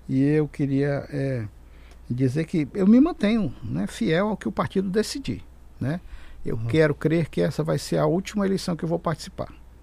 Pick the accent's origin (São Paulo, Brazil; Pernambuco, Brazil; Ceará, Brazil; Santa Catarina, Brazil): Ceará, Brazil; now in Roraima, Brazil; Eu sou do Ceará. O Ceará era um estado paupérrimo. Povo pobre. Eu estou aqui em Roraima há 39 anos.